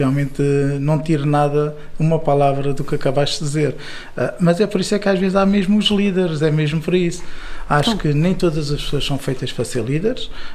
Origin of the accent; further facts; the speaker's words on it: Fernão Ferro, Setúbal, Portugal; now in Quinta do Conde, Portugal; há 20 anos, final de 2005, início de 2006, mas já conheci a Quinta do Conde, que eu vivo, cresci aqui ao lado, em Fernão Ferro, e tinha uma grande parte dos meus amigos e a minha juventude também foi muito passada aqui na Quinta do Conde.